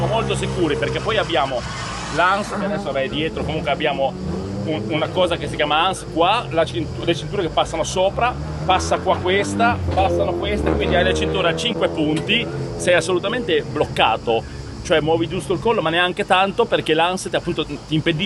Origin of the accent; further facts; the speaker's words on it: Liguria, Italy; Noi che siamo liguri ci guardiamo, sì, poi voglio dire, i soldi sono soldi